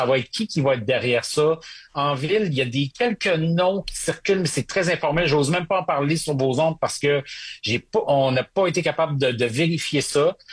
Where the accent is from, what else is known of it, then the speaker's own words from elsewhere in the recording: Quebec, Canada; Moi, j'ai grandi au Saguenay.